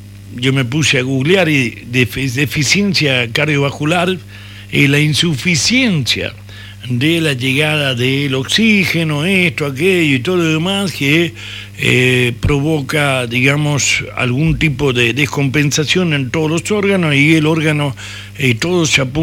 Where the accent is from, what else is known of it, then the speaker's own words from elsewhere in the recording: La Rioja, Argentina; como riojanos, como locales